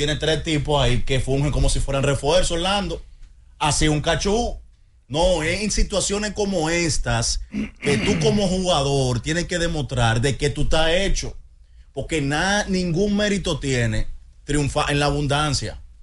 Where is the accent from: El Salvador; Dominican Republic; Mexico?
Dominican Republic; San Cristóbal; a mí, que soy de San Cristóbal